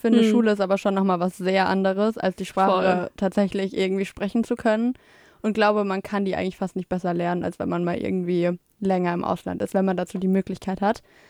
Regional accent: Hesse, Germany; moved away as an adult; now in Tübingen, Germany; Ich komme nicht aus Tübingen. Ich komme aus der Nähe von Darmstadt ursprünglich.

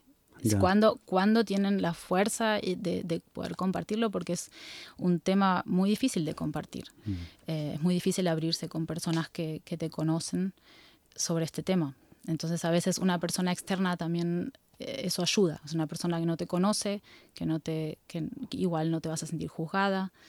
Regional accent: Buenos Aires Province, Argentina; born or raised there

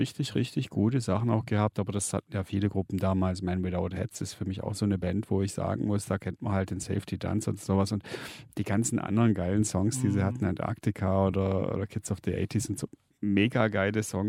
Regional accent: Schwäbisch Hall, Baden-Württemberg, Germany; dass einer von der Urbesetzung … in meiner Heimatstadt Schwäbisch Hall wohnt zwischenzeitlich

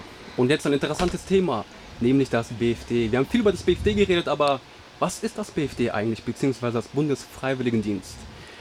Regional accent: Germany; Ich komme aus Deutschland

